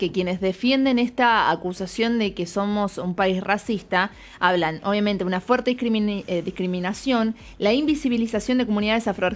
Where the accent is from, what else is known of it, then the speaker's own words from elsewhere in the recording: Argentina; somos racistas los argentinos